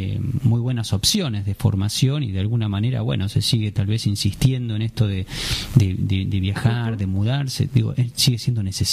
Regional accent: Argentina; yo no crecí en otra provincia, yo crecí en Buenos Aires

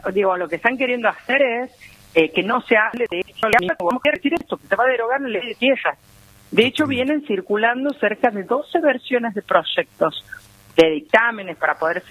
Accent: Argentina

